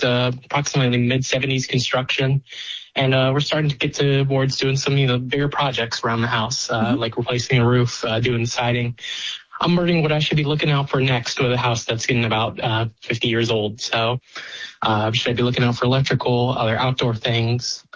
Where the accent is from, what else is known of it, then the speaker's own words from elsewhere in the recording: Atlanta, Georgia, United States; I'm from Atlanta.